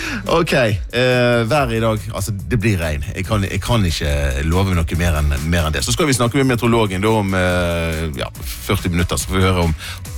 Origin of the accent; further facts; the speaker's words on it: Voss, Vestland, Norway; jeg kommer fra Voss.